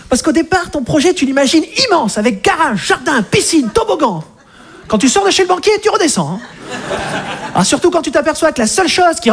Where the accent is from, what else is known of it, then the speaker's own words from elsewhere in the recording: Monbazillac, Nouvelle-Aquitaine, France; je viens de Montbazillac, dans le sud-ouest de la France